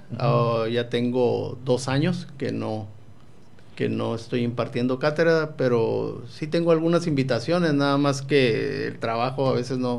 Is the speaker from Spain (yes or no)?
no; Tijuana, Baja California, Mexico; Bueno, yo ya no nací en la Altamira. Mis padres son de la colonia Altamira. Yo ya nací en Playas de Tijuana y ahí he vivido desde que nací.